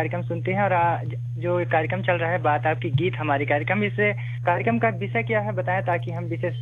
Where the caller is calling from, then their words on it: Madhya Pradesh, India; और मैं जिस इलाके से बिलोंग करता हूँ ये आदिवासी बहुल क्षेत्र है, यहाँ पे पेड़ पौधों की संख्या बहुत ज्यादा तादाद में होती है